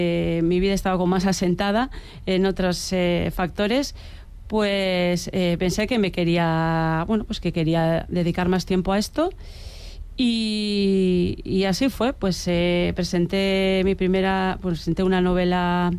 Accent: Irurtzun, Navarre, Spain; en mi pueblo yo fui de la primera generación que estudió en el modelo D, en la escuela pública de Irurtzun.

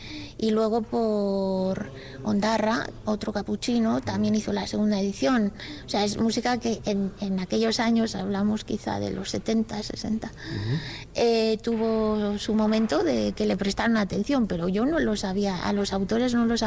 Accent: Aragon, Spain; Y hay, sobre todo, básicamente autores vascos y aragoneses, porque yo soy maña.

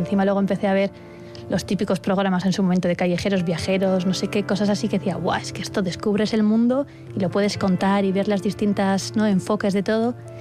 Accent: San Sebastián, Basque Country, Spain; fue la primera vez que yo soy de Donosti, entonces la primera vez que salía de casa durante 4 años, eso, a apañártelas tú, fuera de casa

